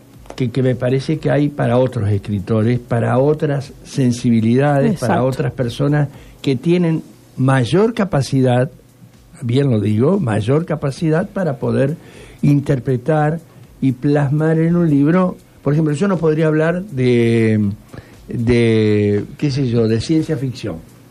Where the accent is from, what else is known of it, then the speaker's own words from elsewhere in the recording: Santa Fe, Argentina; ¿Por qué somos los santafesinos como somos? ¿Qué nos diferencia de otras provincias?